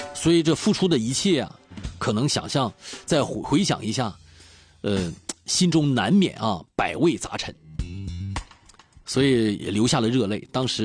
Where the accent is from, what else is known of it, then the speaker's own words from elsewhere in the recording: Dalian, Liaoning, China; 为大连我们的家乡增光添彩